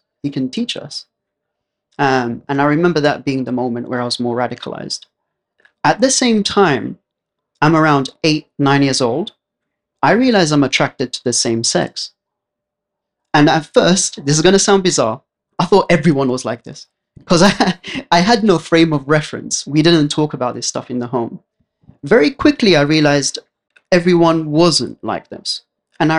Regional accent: London, United Kingdom; I grew up in East London. So very economically deprived area. A lot of people from immigrant backgrounds.

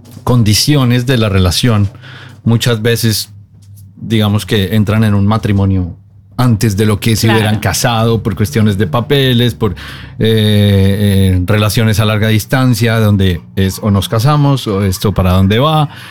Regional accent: Bogotá, Colombia; now in Norway; yo soy colombiano, soy de Bogotá. Y a través de los años, cuando llegamos acá, empezamos a hacer nuestro grupo de amigos

